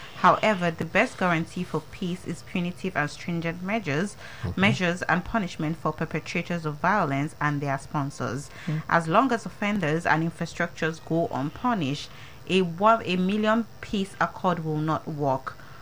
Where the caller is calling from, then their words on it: Agbado, Lagos, Nigeria; Good morning, Jordan FM. … from Agbado.